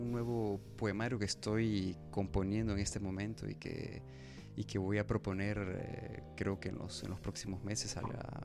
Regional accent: Honduras; nos sigue afectando mucho como hondureños

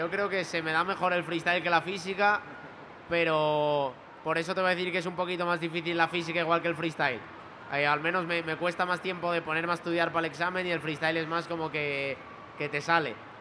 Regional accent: Muros de Nalón, Asturias, Spain; 16. Yo soy de Muros de Nalón, que es un pueblo aquí en Asturias

